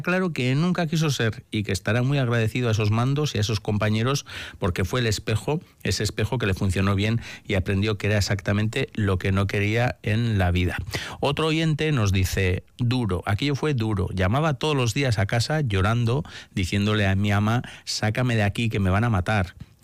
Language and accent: Spanish; Navarre, Spain; siendo uno navarro, que es el patrón de Iruña, que es San Saturnino.